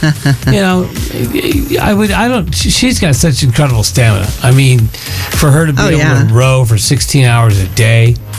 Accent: Monterey, California, United States; From my hometown of Monterey, California, all the way to Honolulu.

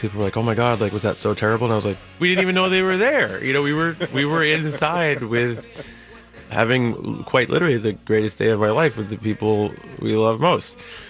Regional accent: New Jersey, United States; We got married in the beach town that I grew up in Jersey

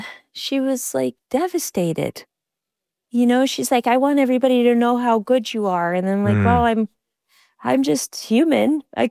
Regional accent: Alaska, United States

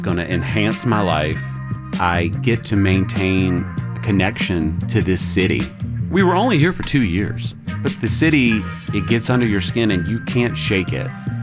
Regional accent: Charlotte, North Carolina, United States; also born or lived in Squirrel Hill; I am from Charlotte, North Carolina, previously of Squirrel Hill.

